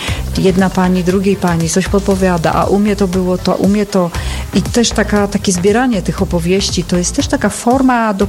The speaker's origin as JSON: {"language": "Polish", "region": "Warmian-Masurian Voivodeship", "country": "Poland"}